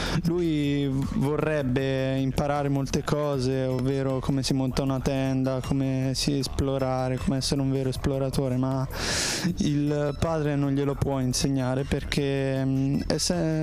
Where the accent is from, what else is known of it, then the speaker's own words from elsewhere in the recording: Loreto, Marche, Italy; ho 16 anni e vengo da Loreto.